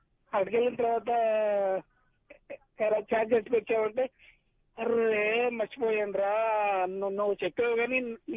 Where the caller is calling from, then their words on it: Guntur, Andhra Pradesh, India; నేను గుంటూరు నుంచి … మాట్లాడుతున్నాను.